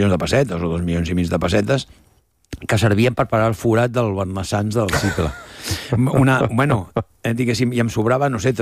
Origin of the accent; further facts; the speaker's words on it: Barcelona, Catalonia, Spain; born there; Jo que sóc nascut a Hostafrancs